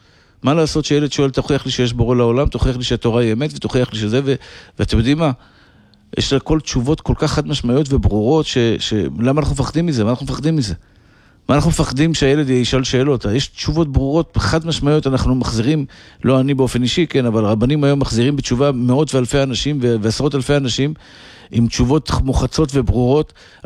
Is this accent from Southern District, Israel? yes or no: no; Bnei Brak, Tel Aviv District, Israel; אני גדלתי בבתי אבות פונוביץ', בהארדקור של החרדים בבני ברק. זה המקום שגדלתי בו.